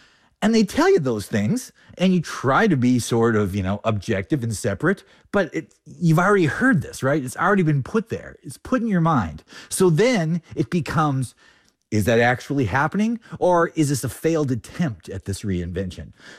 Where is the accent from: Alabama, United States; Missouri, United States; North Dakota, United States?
North Dakota, United States; also born or lived in Ohio; Okay, so I grew up in North Dakota and lived in Ohio, and after, you know, four years in Ohio, after, you know, 20, I think, you know, 6 years in North Dakota